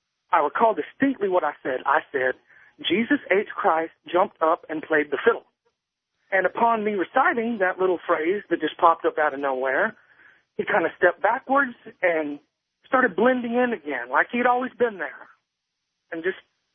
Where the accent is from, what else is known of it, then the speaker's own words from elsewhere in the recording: Dallas, Texas, United States; But I'm from Dallas, Texas, and I live with my grandparents in an old house.